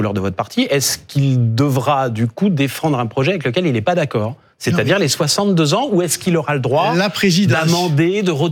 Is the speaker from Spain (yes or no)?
no; Nouvelle-Aquitaine, France; Mais chez moi, en Corrèze, les électeurs du FN sont de plus en plus nombreux.